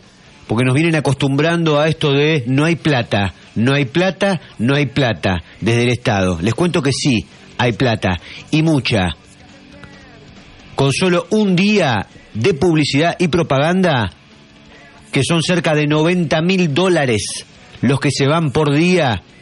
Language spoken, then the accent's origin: Spanish; Santa Fe, northern Santa Fe province, Argentina; ¿Cómo no quieren que nos sintamos que no somos santafesinos de segunda?